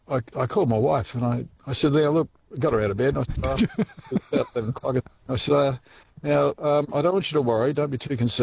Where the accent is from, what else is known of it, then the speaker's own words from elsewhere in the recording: Scotland, United Kingdom; Being Scottish, I grabbed my wallet.